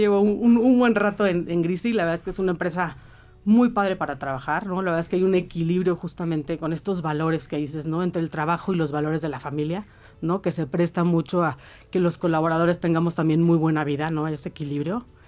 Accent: Mexico; Es muchísimo más importante el porcentaje que donamos todos como ciudadanos mexicanos para apoyar a nuestros niños, ¿no?

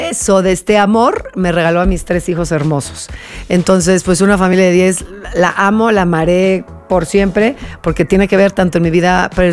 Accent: Mexico; regresamos a México, pero soy más mexicana que un nopal, que un chile, que una tortilla, que todo.

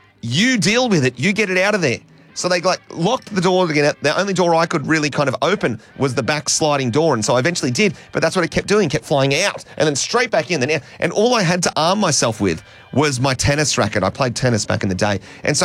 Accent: Dapto, New South Wales, Australia; Growing up in Dapto and in this region, we have a lot of bats

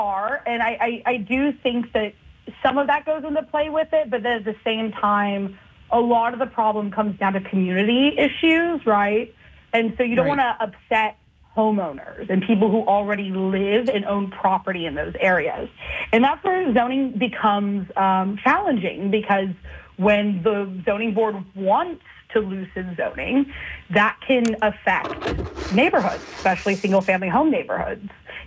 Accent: Texas, United States; I'm from Texas, and most of my family was from Houston, so that was like second home growing up.

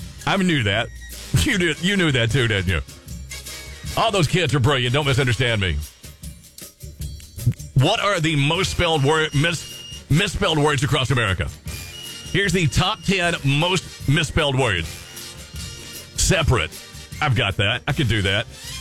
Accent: Kentucky, United States; I'm from Kentucky, so education is not really a peak thing to do in Kentucky.

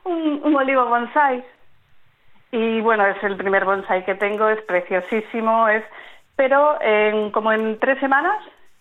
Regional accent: Valencian Community, Spain

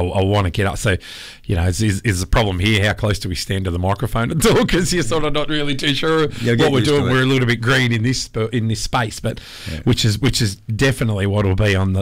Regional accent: Eastern States, Australia; moved away as an adult; now in Western Australia, Australia; I come from the East, grew up in the East, started trucking in the Eastern States.

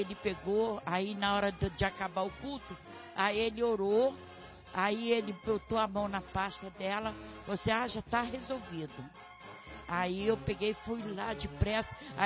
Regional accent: Bangu, Rio de Janeiro, Brazil; Lá de Bangu.

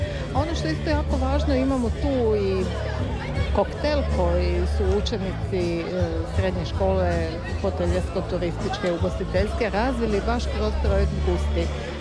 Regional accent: Zadar County, Croatia

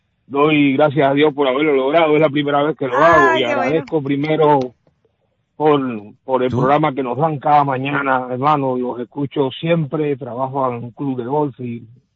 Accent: Cuba; moved away as an adult; Y somos cubanos, llegamos aquí hace 2 años y estamos aquí emprendiendo la vida, comenzando. Tú sabes, uno viene de Cuba hambriado, como dice el buen cubano. Después de pasar hambre 40 años en Cuba

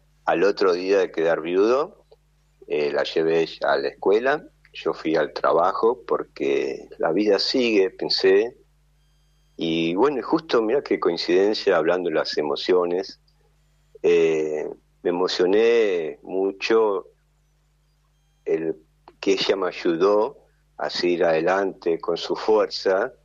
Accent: Tolosa, Buenos Aires Province, Argentina; O yo a veces voy a un parque acá, soy de Tolosa, hincha fanático de Estudiante.

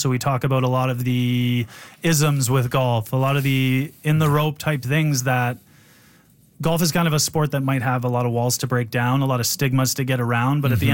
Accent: Edmonton, Alberta, Canada; I grew up in Mill Woods too.

